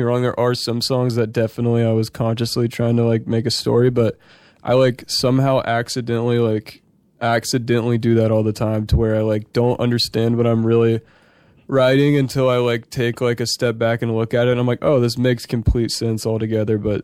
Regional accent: Nashville, Tennessee, United States; For sure. Well, Nashville is really cool.

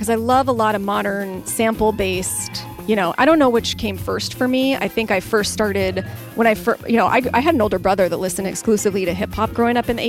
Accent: Las Vegas, Nevada, United States; so I grew up in Vegas, and we had the station KUNV

